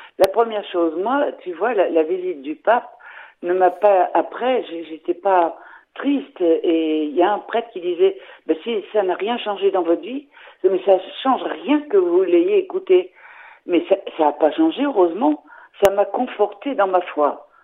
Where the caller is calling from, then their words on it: Nouvelle-Aquitaine, France; je suis au Pilat.